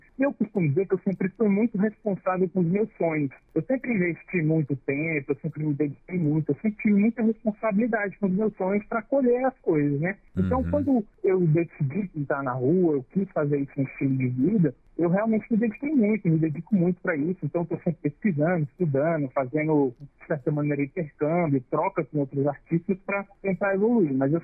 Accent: Brasília, Federal District, Brazil; sou filho de nordestinos, sou nascido e criado em Brasília, porém a minha família veio para Brasília e eu nasci aqui.

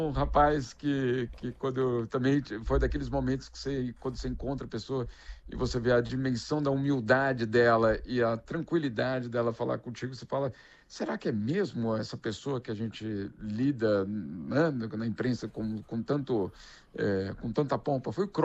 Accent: São Paulo, Brazil; sobre a nossa infância nos Estados, a minha infância no Morumbi, quando a gente ainda ganhava, né, Agostinho?

